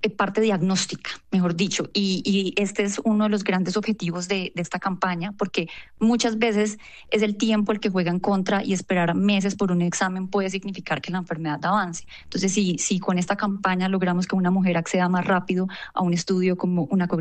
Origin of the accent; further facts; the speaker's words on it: Cúcuta, Norte de Santander, Colombia; now in Bogotá, Colombia; Bueno, yo soy cucuteña, tengo 29 años, ya estudié acá en Bogotá, en la Universidad Javeriana